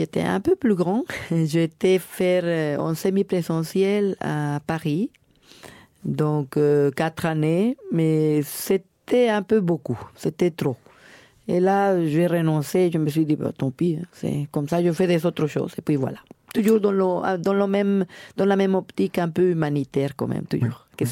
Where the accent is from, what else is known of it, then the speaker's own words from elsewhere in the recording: Mexico; moved away as an adult; also born or lived in Belgium; now in Luxembourg; On est parti au Mexique, il a rencontré ma famille et tout le bazar au Mexique. Et après, il m'a demandé en mariage, mais lui, il vivait au Luxembourg. Et on a fondé notre famille au Luxembourg. Et voilà, on est resté ici.